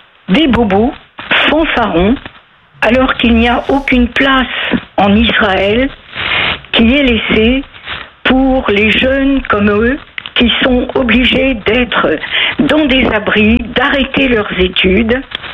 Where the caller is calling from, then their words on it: France; D'abord, je suis française.